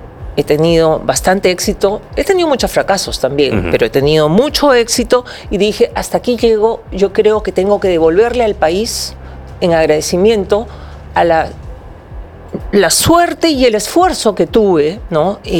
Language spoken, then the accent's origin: Spanish; Peru; así somos los peruanos. Los peruanos somos chamberos, recurseros, esa es nuestra esencia